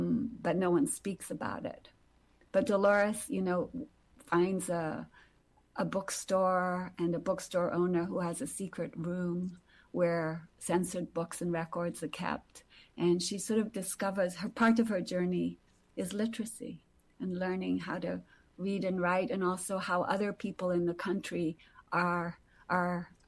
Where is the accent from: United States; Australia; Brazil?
Brazil; moved away; growing up in Brazil, which is a country full of inequalities